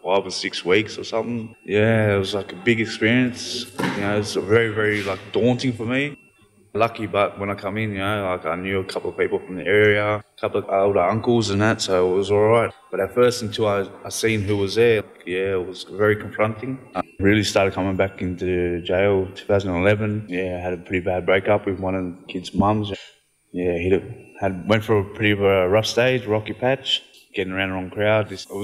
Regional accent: Miller, New South Wales, Australia; I'm from Miller, 2168. Dungutty man.

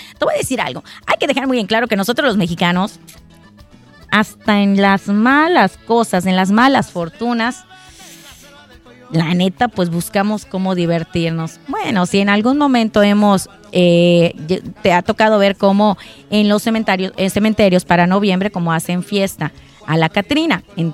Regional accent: Mexico; Nosotros, nos tenemos que apoyar nosotros como mexicanos

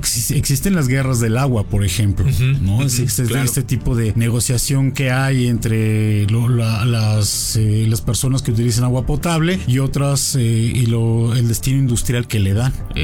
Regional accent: Puebla, Mexico; also born or lived in Tampico, Tamaulipas / Mexico City; yo nací en Tampico, Tampico, Tamaulipas, pero desde los 6 años viví en Puebla

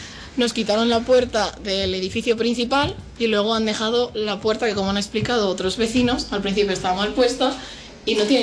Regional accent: Spain; moved away as an adult; Yo me he criado aquí

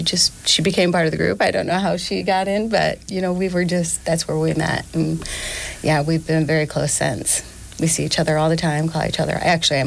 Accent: Toledo, Ohio, United States; also born or lived in Chicago; I was born and raised here in Toledo, Ohio. I was on the South End. And I left when I was 18, but then I came back.

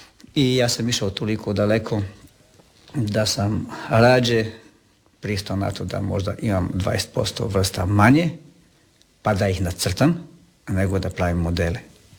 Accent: Međimurje County, Croatia; moved away; Znao sam da moj rodni kraj, Međimurje, nema takvih stvari.

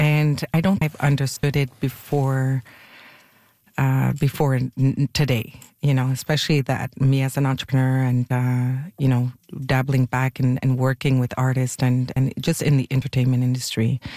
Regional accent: Montreal, Quebec, Canada; Well, I am born and raised in Westmount, Quebec. So Montreal, for those that are a little bit further.

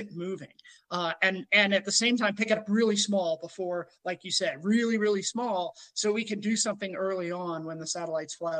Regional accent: Gulf Coast, United States; I grew up in the Gulf Coast, so I grew up with hurricanes.

